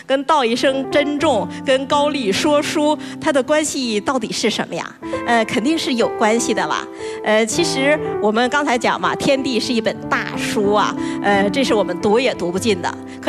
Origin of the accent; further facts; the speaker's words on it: North China, China; 哎呀，其实我是北方人呐，我觉得有点血脉觉醒的感觉。